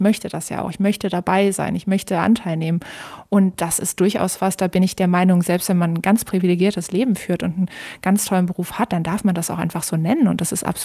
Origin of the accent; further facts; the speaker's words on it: Cologne, North Rhine-Westphalia, Germany; Ich persönlich komme aus dem Rheinland, ich komme aus Köln. Köln ist für mich meine absolute Heimat, mein Zuhause, meine Traumstadt.